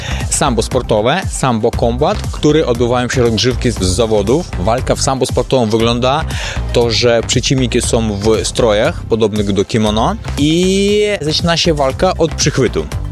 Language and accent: Polish; Ukraine; Polish is a second language; now in Kraków, Poland; Jesteśmy z Ukrainy.